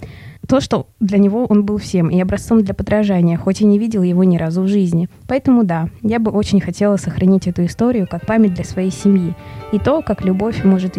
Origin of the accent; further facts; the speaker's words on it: Karaganda, Karaganda Region, Kazakhstan; now in Bratislava, Slovakia; я из Казахстана, из города Караганда. Приехала в Словакию и сейчас учусь в экономическом университете в Братиславе